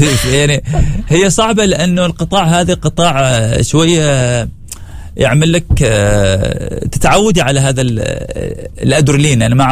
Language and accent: Arabic; Oman; نحن كعمانيين